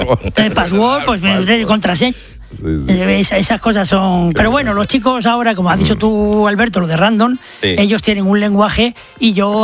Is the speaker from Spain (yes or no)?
yes; Lorca, Region of Murcia, Spain; a mí también me gusta, cuando vengo de Lorca muchas veces digo me se, pero la academia ahí pone freno.